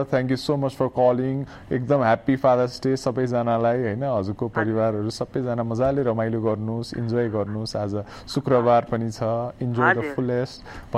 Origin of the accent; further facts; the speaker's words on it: Nuwakot, Bagmati, Nepal; आज मेरो घर त नुवाकोटे हो